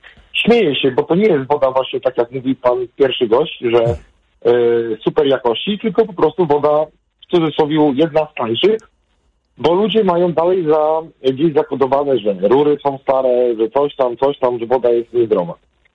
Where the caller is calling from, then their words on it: Pruszcz Gdański, Pomeranian Voivodeship, Poland; w moim mieście w Pruszczu Gdańskim